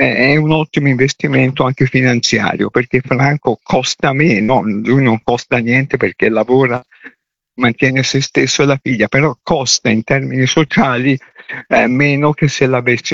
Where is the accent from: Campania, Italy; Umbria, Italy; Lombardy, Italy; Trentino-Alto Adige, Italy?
Lombardy, Italy; Milan; E dato che siamo milanesi